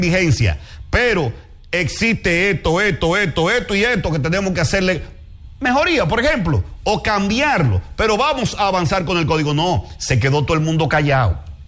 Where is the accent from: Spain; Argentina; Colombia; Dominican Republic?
Dominican Republic